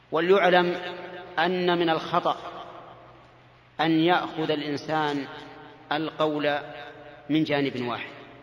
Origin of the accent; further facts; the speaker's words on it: Saudi Arabia; هنا عندنا في السعودية